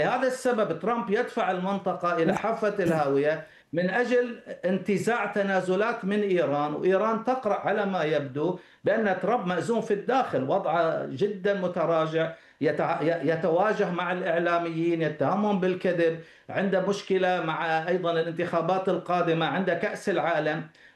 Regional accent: Kuwait; عندنا في الكويت

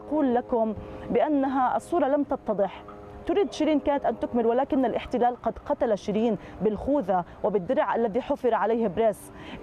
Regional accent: Gaza Strip, Palestine; نقف اليوم أنا كصحفية فلسطينية

